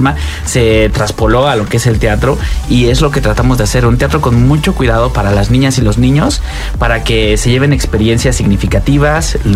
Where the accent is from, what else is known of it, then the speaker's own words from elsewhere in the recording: Jalpan, Querétaro, Mexico; Yo soy de Jalpan. Sí, ahí crecí.